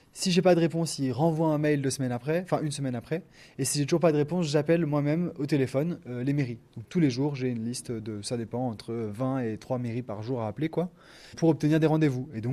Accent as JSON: {"language": "French", "town": "Villeurbanne", "region": "Auvergne-Rhône-Alpes", "country": "France", "tie": "born there", "moved": "yes", "lives_now": "Chauffailles, France", "said": "Alors, d'où je vivais, mais moi, je suis né à Villeurbanne."}